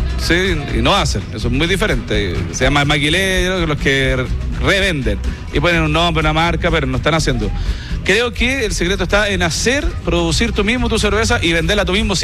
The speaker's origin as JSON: {"language": "Spanish", "town": "San Esteban", "region": "Valparaíso", "country": "Chile", "said": "Nosotros somos de Campo de Humá, sector bajo de la comuna de San Esteban, de ahí en mi familia, gente de trabajo, de la tierra, ¿no?"}